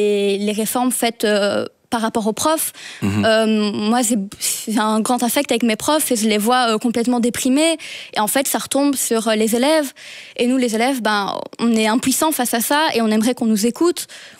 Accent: Liège, Wallonia, Belgium; notamment à Liège, parce que je suis liégeoise

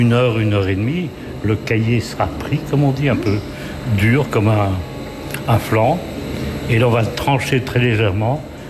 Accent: Bastogne, Wallonia, Belgium; born there; also born or lived in Digny; now in Condroz, Belgium; Je suis, comme beaucoup de Belges, nulle part. Hein. Je suis flamand d'origine, né à Bastogne. J'habitais longtemps à Digny. Et bah, on a adopté le Condro quand je me suis marié, la première fois.

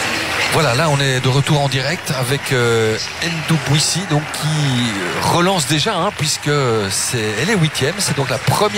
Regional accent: Belgium; chez nous en Belgique

